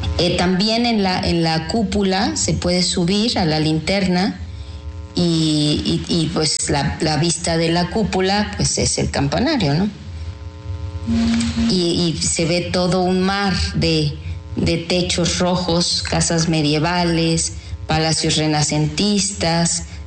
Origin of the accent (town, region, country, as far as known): Puebla, Mexico